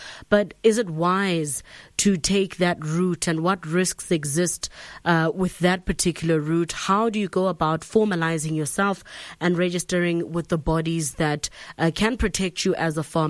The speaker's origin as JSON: {"language": "English", "town": "Mentz", "region": "Limpopo", "country": "South Africa", "said": "from Mentz, completing my matric at the end of this year."}